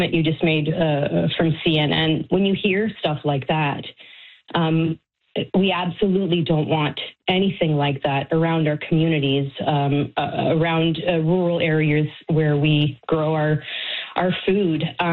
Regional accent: Canada; So we're, you know, as a population, as a Canadian, we're just sort of, we don't know where to look and how to feel about this

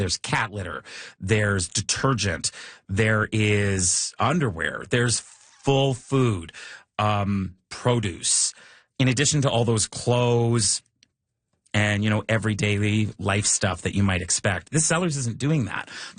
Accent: Edmonton, Alberta, Canada; moved away; Edmonton's my hometown.

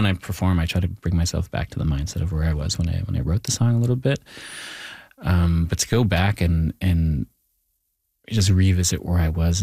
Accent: Thunder Bay, Ontario, Canada; And I bring that back even to growing up in Thunder Bay where like, you know, there is like, you know, a lot of tensions between the Indigenous and non-Indigenous communities up there.

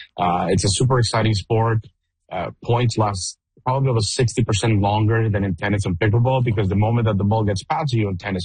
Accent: Mexico; So I was born and raised in Mexico. I was born on a tennis court in Mexico.

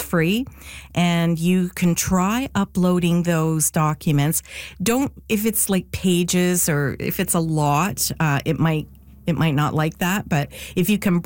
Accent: Canada; I'm so Canadian. I say please and thank you to an AI

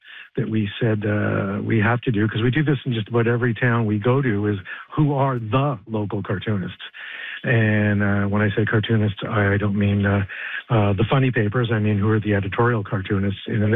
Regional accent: Toronto, Ontario, Canada; I'm from Toronto

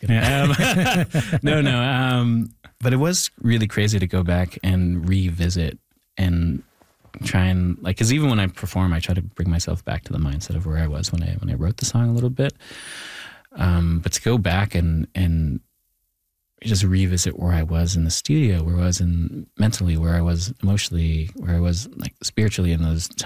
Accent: Thunder Bay, Ontario, Canada; growing up in Thunder Bay, where like, you know, it. There is like, you know, a lot of tensions between the Indigenous and non-Indigenous communities up there.

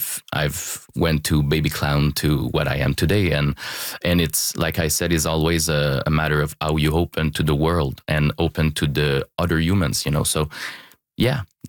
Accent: Quebec City, Quebec, Canada; English is a second language; also born or lived in Montreal; So I'm from Quebec, Limoilou

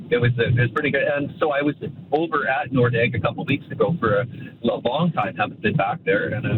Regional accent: Red Deer, Alberta, Canada; I thought back to when I was a kid, and we would, as a family, growing up in Red Deer

